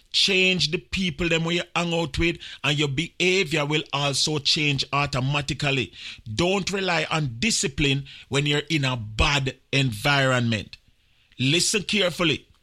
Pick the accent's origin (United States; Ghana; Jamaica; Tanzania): Jamaica; Because you know we as Jamaican, you know, anytime we hear somebody say England, automatically we start talking English.